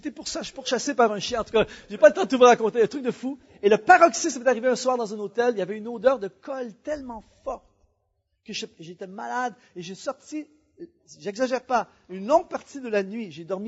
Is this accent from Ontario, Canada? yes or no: no; Quebec, Canada; Je suis retourné chez nous au Canada.